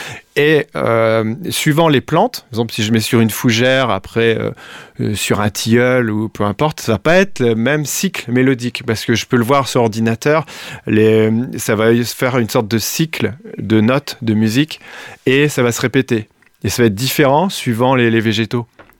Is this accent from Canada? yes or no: no; Douai, Hauts-de-France, France; je suis de Douai, et puis je suis vraiment pas loin